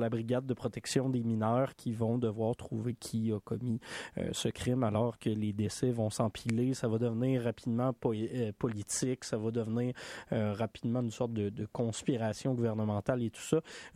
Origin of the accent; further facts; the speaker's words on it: Quebec, Canada; plus près de chez nous au Québec